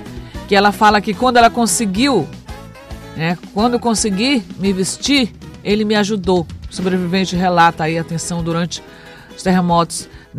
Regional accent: Brazil; Nós somos brasileiros.

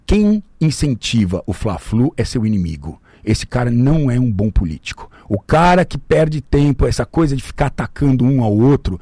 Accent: Brazil; born there; nasci aqui no Brasil, primeira geração

